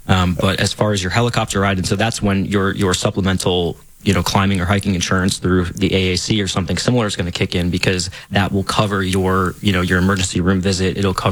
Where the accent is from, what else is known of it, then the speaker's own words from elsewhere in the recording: East Coast, United States; also born or lived in New Hampshire; now in Colorado, United States; I'm from the East Coast, and it's very different where I come from.